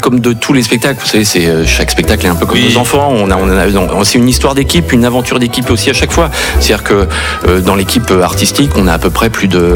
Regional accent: Pays de la Loire, France; Et moi j'ai grandi donc au Puy du Fou, j'ai été ensuite comédien, danseur, responsable de spectacle

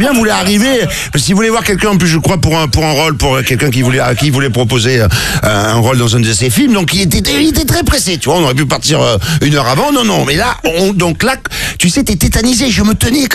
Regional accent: Marseille, Provence-Alpes-Côte d'Azur, France; Et moi, autant, je suis Marseillais, j'ai roulé sans assurance, sans casque, jusqu'à l'âge de 20 ans.

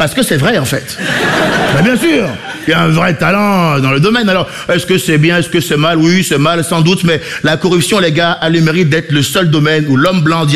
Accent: Benin; born or raised there

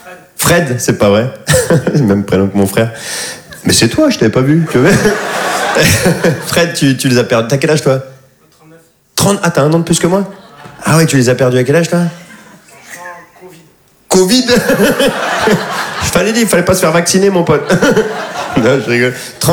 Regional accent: Bondy, Île-de-France, France; Je suis de Bondy, moi. Après, on fait genre, on est fiers de la banlieue, c'est pas vrai.

